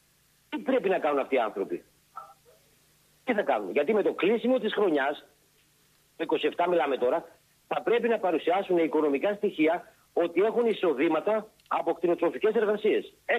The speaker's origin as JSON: {"language": "Greek", "town": "Antigonos", "region": "Western Macedonia", "country": "Greece", "said": "Στο χωριό μου, από εκεί που κατάγομαι εγώ και εκεί που ζω, έτσι, στο Αντίγονο"}